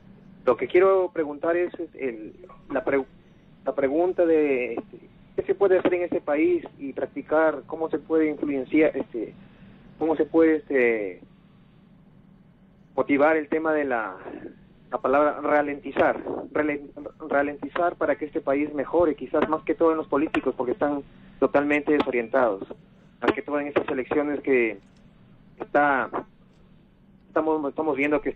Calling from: Piura, Peru

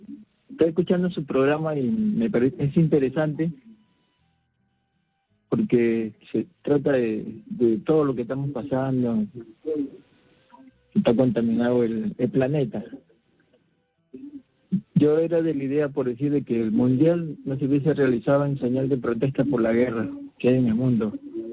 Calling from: Ica, Peru

